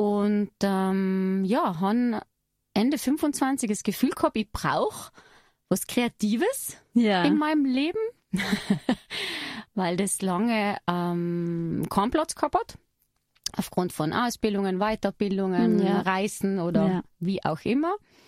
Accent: Trentino-Alto Adige, Italy; ich bin eine Südtirolerin, bin heuer 40 Jahre alt geworden

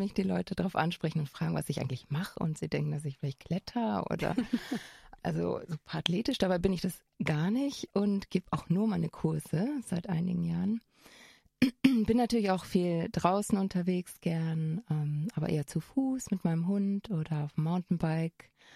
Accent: Bremen, Germany; now in Innsbruck, Austria; Ich komme ursprünglich aus Bremen. Wie man vielleicht hört, bin ich nicht von da. Bin aber auch schon bald 15 Jahre in Innsbruck.

